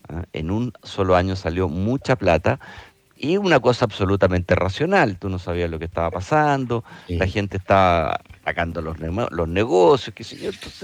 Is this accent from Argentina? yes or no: no; Chile